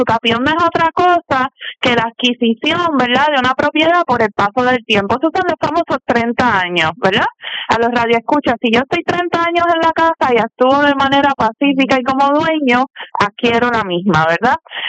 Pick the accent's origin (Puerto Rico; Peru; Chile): Puerto Rico; Patillas; yo vengo del barrio Fondo del Chaco, que era arriba de Patilla